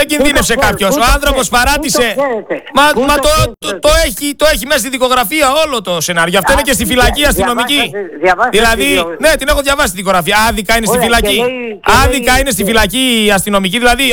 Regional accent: Greece; Εγώ, σαν Έλληνας πολίτης, είμαι υποχρεωμένος να σέβομαι τον ποινικό κώδικα.

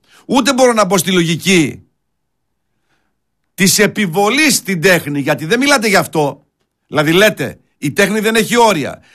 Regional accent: Greece

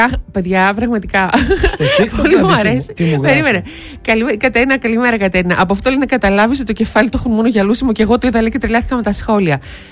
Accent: Greece

